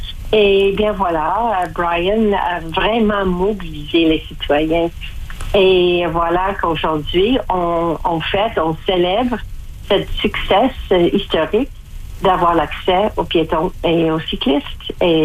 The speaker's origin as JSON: {"language": "French", "town": "Windsor", "region": "Ontario", "country": "Canada", "said": "je suis de Windsor"}